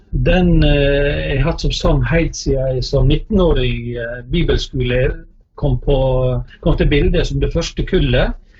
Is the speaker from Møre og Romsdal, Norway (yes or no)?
yes; Giske, Møre og Romsdal, Norway; now in Forsand, Norway; Jeg er født og oppvoksen på Giske. Akkurat nå bor jeg på Forsand ved utløpet av Lysefjorden I Rogaland